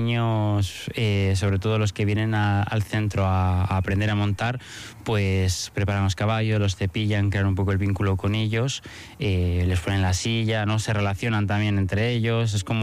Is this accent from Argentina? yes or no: no; Bilbao, Basque Country, Spain; Yo nací en Bilbao, sí.